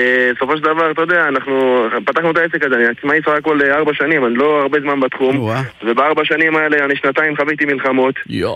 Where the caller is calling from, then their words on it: Mishmar HaYarden, Northern District, Israel; כן, אני מושב משמע הירדן, בצפון.